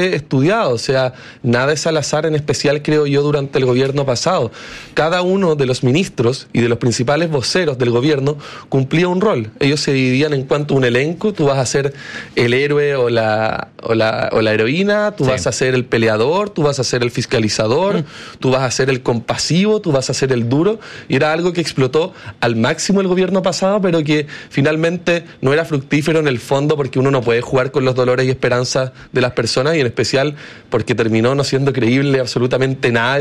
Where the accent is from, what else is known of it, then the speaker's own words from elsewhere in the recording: Chile; nos íbamos a unir como chilenos